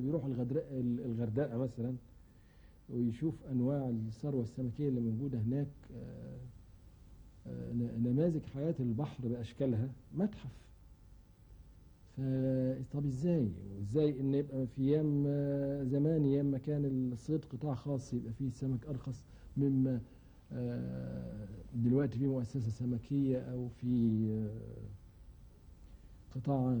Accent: Egypt; عندنا في مصر

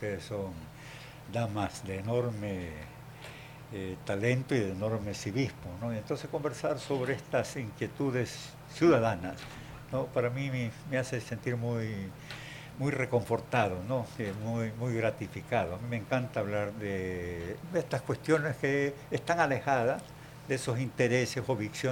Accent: Bahía de Caráquez, Manabí, Ecuador; Yo soy un manabita, no créame, que quiero entrañablemente a mi provincia. Y cuando yo me eduqué, mire usted, yo me eduqué los primeros años de estudio en Bahía de Caracas, donde vivían mis padres. Yo soy nacido, por supuesto, en el campo

